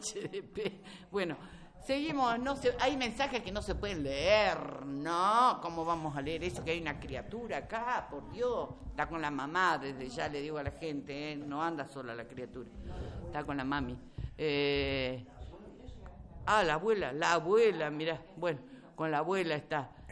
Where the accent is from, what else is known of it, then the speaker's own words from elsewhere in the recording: Córdoba, Argentina; Soy cordobés, ¿viste?